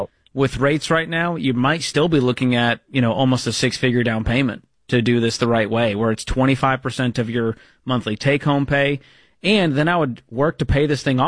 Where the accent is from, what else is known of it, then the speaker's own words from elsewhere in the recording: Boston, Massachusetts, United States; I mean, I'm from the Boston area.